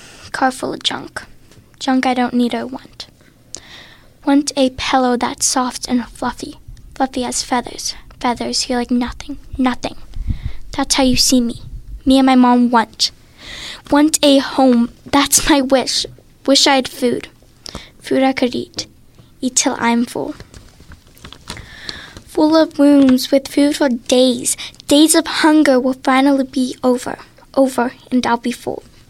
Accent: Pennsylvania, United States; I'm from the north side.

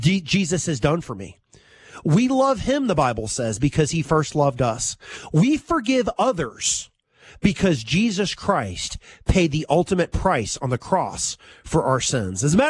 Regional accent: Winston-Salem, North Carolina, United States; You know, I grew up in Winston-Salem here and all of that, had a good family and this, that, and the other.

